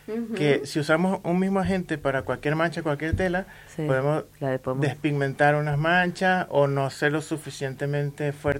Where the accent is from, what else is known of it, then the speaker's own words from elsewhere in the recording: Venezuela; moved away; Sí, somos importados de Venezuela, venimos.